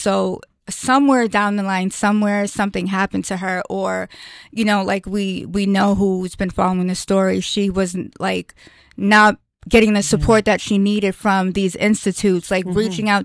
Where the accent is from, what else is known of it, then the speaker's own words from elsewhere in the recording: New Hampshire, United States; I'm from New Hampshire